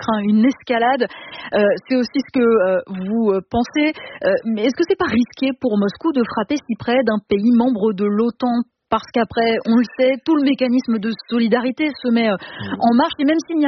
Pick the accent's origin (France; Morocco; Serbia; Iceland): France; c'est aussi un enjeu chez nous, en France.